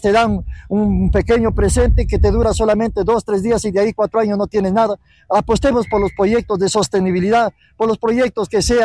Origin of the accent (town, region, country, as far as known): San Luis de Lucma, Cajamarca, Peru